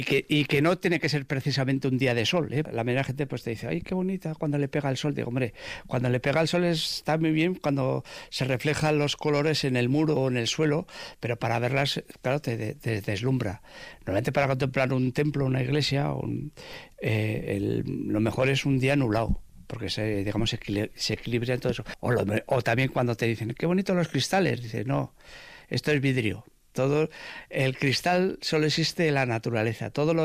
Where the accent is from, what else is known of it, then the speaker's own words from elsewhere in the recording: Vitoria-Gasteiz, Basque Country, Spain; yo soy de La Pinto, he vivido siempre en la pintorería. Luego, por cosas de la vida y tal, eso, pues vivo fuera, en un pueblo, en Barrasategueta vivo, en un pueblo. Pero bueno, pero mi lugar de trabajo es aquí, yo soy 100% del casco viejo.